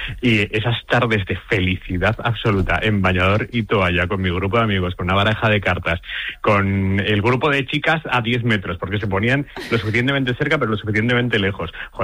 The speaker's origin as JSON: {"language": "Spanish", "town": "San Sebastián", "region": "Basque Country", "country": "Spain", "tie": "born or raised there", "moved": "yes", "said": "Tú piensas que yo me crié, bueno, nací y me crié en San Sebastián."}